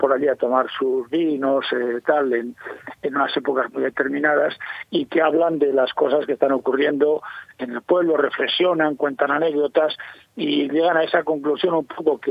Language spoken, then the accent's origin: Spanish; Spain; born there; moved away; yo recuerdo en mi pueblo